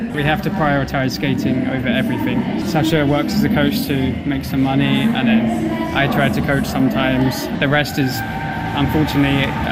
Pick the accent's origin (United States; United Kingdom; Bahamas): United Kingdom; I came from Great Britain.